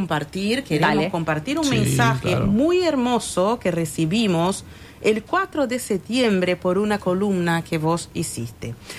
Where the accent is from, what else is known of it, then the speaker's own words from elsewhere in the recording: Russia; first language Russian; Spanish is a second language; now in Uruguay; Soy rusa, vivo en Uruguay y enseño ruso e inglés a uruguayos.